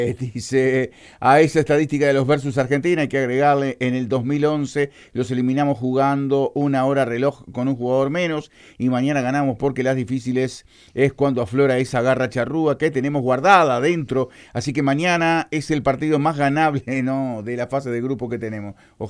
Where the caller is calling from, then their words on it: Australia; de Australia.